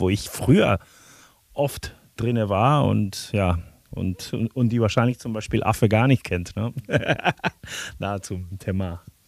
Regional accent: Spain; moved away as an adult; now in Berlin, Germany; ich komme aus Spanien

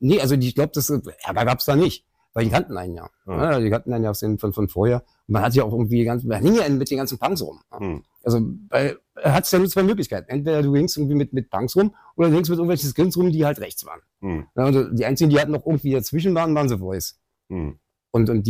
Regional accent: Berlin, Germany; Geboren in Schöneberg, groß geworden in Kreuzberg.

